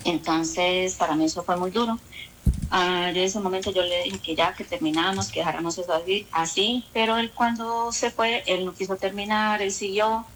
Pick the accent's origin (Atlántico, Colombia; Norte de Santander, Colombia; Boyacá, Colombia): Norte de Santander, Colombia; Cúcuta; Ya saben, unos contactos desde Cúcuta, porque yo soy de Cúcuta.